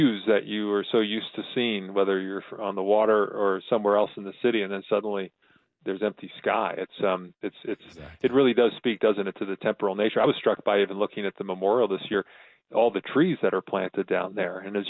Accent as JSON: {"language": "English", "town": "Long Island", "region": "New York", "country": "United States", "tie": "born or raised there", "said": "I'm from New York. Mm-hmm. I grew up on Long Island"}